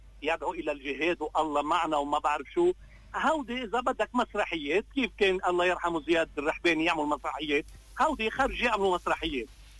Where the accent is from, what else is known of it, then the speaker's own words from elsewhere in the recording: Lebanon; بس نحن كلبنانية ما نحن بدنا لبنان. نحن بدنا بلدنا